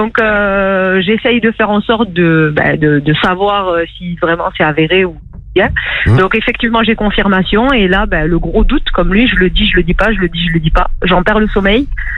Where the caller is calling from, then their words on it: Carcassonne, Occitanie, France; Oui, je suis de Carcassonne.